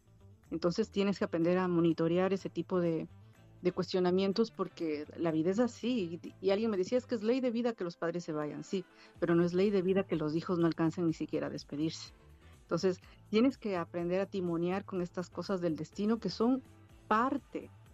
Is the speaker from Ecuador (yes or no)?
yes; Riobamba, Chimborazo, Ecuador; moved away as an adult